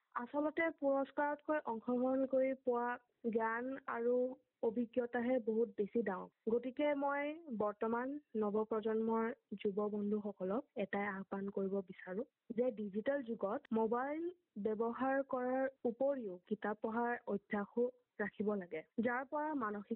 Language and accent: Assamese; Guwahati, Assam, India; মই গুৱাহাটীৰ বাসিন্দা